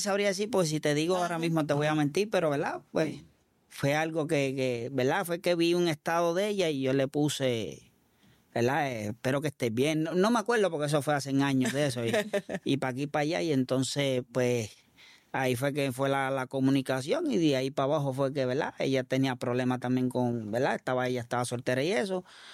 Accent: Toa Alta, Puerto Rico; yo soy de Toalta.

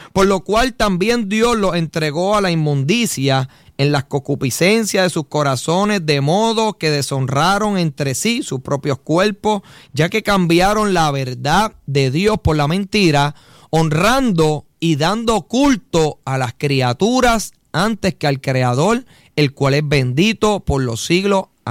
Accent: Puerto Rico; Nosotros que somos puertorriqueños, ¿verdad? Nuestra identidad es ser puertorriqueño, aunque nacemos con una ciudadanía americana. Pero tenemos una identidad de nacionalidad.

